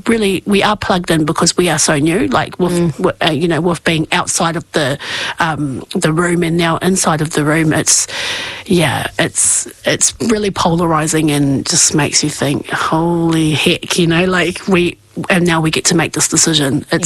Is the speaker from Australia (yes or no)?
no; Masterton, Wellington, New Zealand; I'm born and bred in Masterton. You know, Masterton is our town.